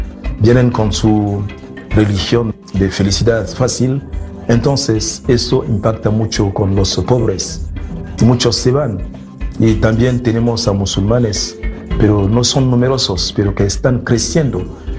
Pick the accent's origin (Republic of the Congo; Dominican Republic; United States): Republic of the Congo; del Congo Brazzaville. Soy arzobispo de la capital.